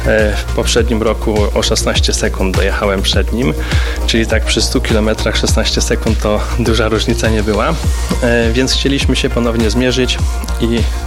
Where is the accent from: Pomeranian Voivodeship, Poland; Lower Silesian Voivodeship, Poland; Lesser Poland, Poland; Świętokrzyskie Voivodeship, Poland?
Lower Silesian Voivodeship, Poland; Jelenia Góra; jestem z Jeleniej Góry.